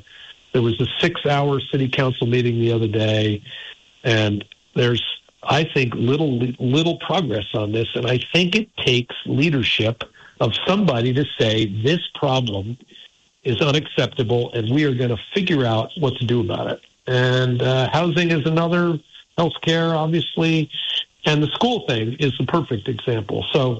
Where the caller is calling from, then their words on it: Montpelier, Vermont, United States; I'm calling in from Montpelier.